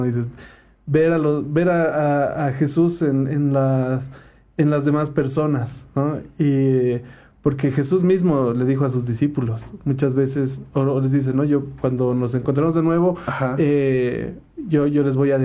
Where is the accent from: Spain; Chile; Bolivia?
Bolivia; Yo creo que aquí en Bolivia Dios se nos manifiesta como boliviano